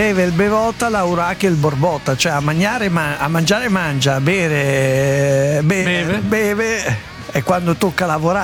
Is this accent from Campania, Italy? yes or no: no; Lombardy, Italy; E siamo lombardi, cioè vabbè.